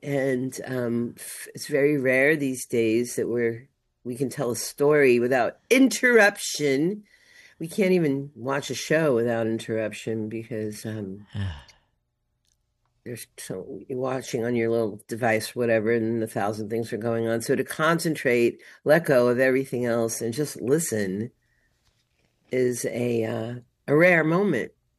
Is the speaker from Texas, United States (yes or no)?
no; Long Island, New York, United States; moved away; we're both from Long Island